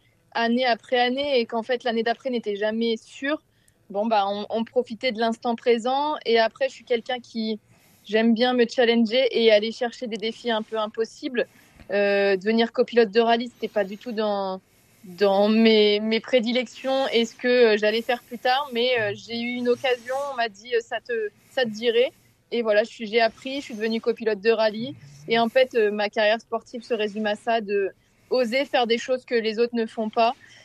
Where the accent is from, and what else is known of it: Normandy, France; born there